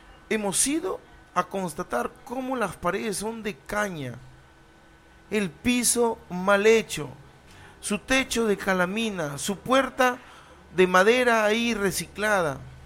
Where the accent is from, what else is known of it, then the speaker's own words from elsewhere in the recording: Lambayeque, Peru; Yo he trabajado y sigo trabajando aquí en mi región Lambayeque